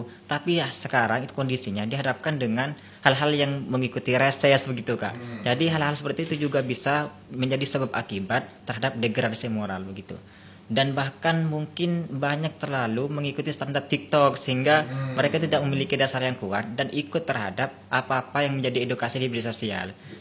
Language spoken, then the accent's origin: Indonesian; Saronggi, East Java, Indonesia; born there; Saya asli Saronggi di Desa Talang dan saya kuliah di Universitas PGRI Sumenep.